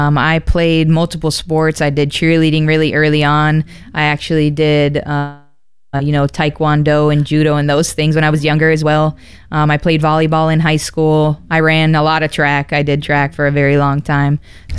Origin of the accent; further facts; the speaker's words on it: Connecticut, United States; now in Florida, United States; I was born and raised in Connecticut. I've been in Florida now for the last 25 years.